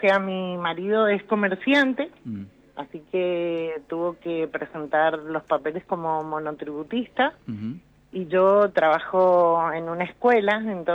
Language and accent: Spanish; Rivadavia, Mendoza, Argentina; Muchas idas al banco hipotecario, nosotros somos del este, de Rivadavia.